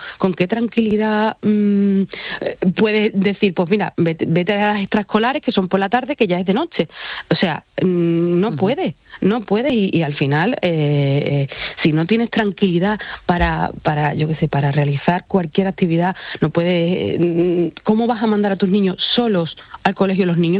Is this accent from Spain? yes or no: yes; Spain; Yo no necesito que ellos nos digan a nosotros que nosotros somos españoles. Nosotros ya lo sabemos. O sea, nosotros sabemos que somos españoles